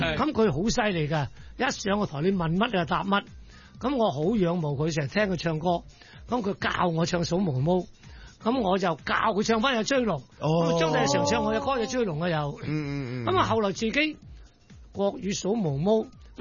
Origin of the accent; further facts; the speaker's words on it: Vietnam; moved away as an adult; now in Hong Kong; 我喺越南長大嘅我七歲就學唱粵曲。十一歲就登台都是唱粵曲咁後期做埋大戲喺越南咁嚟到香港呢我係70年到香港